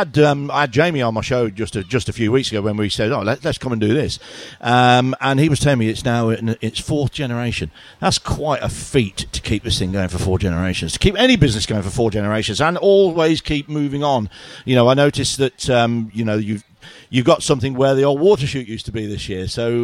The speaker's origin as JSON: {"language": "English", "region": "Midlands", "country": "United Kingdom", "said": "I'm not a Yarmouth character. I'm from the Midlands, but we always used to come here on holiday when I was a kid until like we were 15, 16 years old."}